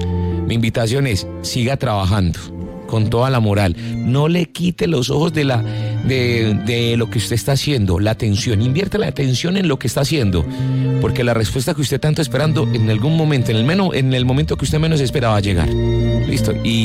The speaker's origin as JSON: {"language": "Spanish", "region": "Paisa region", "country": "Colombia", "said": "como paisa, como colombiano"}